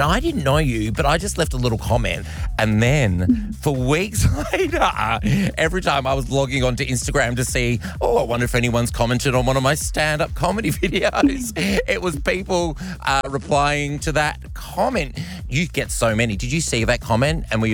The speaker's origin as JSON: {"language": "English", "country": "Australia", "said": "I am here as your Australian warrior down under, and Australia thinks you are the bee's knees."}